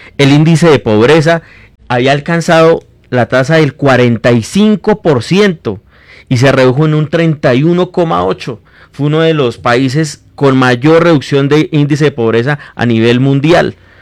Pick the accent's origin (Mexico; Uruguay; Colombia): Colombia